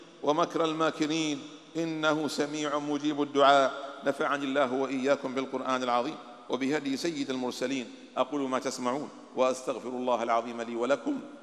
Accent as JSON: {"language": "Arabic", "country": "Bahrain", "said": "بلادنا البحرين"}